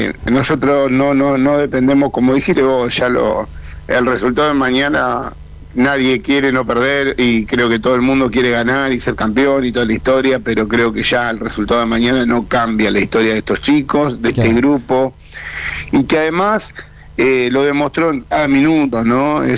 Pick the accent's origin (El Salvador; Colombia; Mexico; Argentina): Argentina; now in Pujato, Argentina; nosotros primero la vivimos como todo argentino